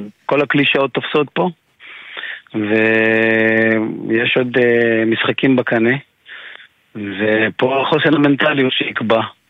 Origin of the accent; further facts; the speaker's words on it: Ashdod, Southern District, Israel; אני גדלתי באשדוד